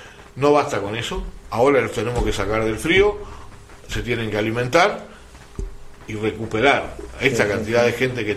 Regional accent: Uruguay; no es como algunos uruguayos creen que somos una cosa aparte en el mundo.

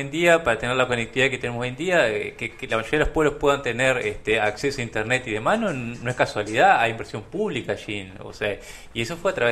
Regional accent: Uruguay; como todo ciudadano, como todo uruguayo, esperando el debut de la selección

